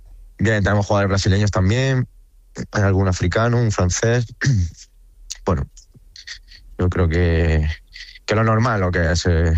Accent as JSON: {"language": "Spanish", "country": "Spain", "said": "Hay 5, somos 5 españoles en el cuerpo técnico también"}